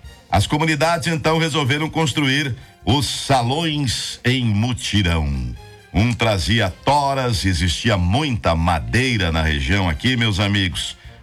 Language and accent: Portuguese; Concórdia, Santa Catarina, Brazil; Aqueles tradicionais do nosso interior de Concórdia